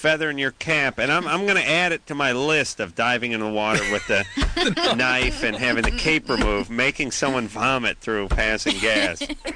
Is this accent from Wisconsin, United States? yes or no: no; North Hollywood, California, United States; I thought it was a little weird because we're from North Hollywood